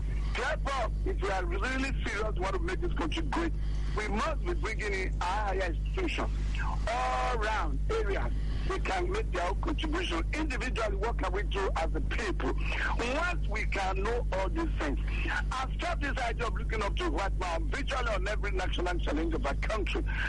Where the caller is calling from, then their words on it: Benin City, Edo, Nigeria; calling from Benin City.